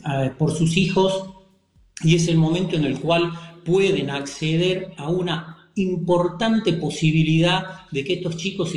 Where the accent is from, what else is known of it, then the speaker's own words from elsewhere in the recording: Tucumán, Argentina; sobre todo acá en el norte de la República Argentina, por ahí. Me traicionó un poquito la tonada, soy de Tucumán.